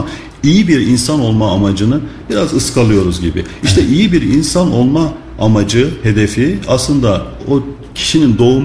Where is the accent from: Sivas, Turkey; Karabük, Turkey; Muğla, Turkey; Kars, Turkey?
Muğla, Turkey; Marmaris; born there; Şimdi benim Muğla Marmaris doğumluyum.